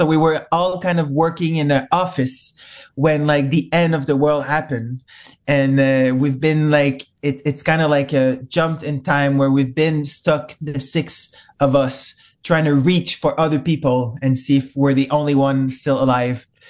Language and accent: English; Montreal, Quebec, Canada; I am from directly from Montreal in Canada.